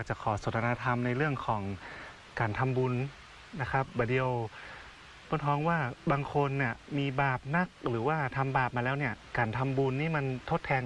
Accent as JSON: {"language": "Thai", "region": "Lamphun", "country": "Thailand", "said": "ผมเป็นคนลำพูน"}